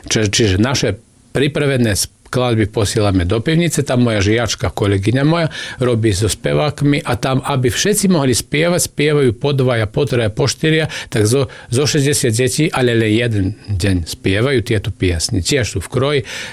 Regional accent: Selenča, Vojvodina, Serbia; my sme Slováci zo Srbska.

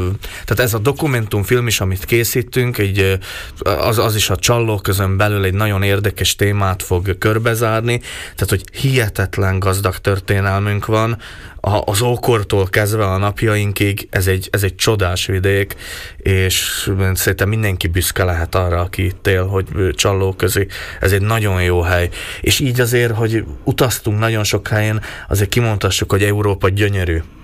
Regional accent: Šamorín, Trnava Region, Slovakia; én 6 éve játszottam utoljára a saját szülővárosomba. Tehát 6 év távlatába hamarabb hívtak el Portugáliába, mint Somorjára.

